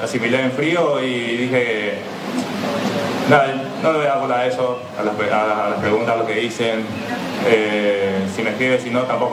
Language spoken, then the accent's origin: Spanish; Paraguay; yo como buen paraguayo que soy siempre, me gusta saludar, felicitar a la gente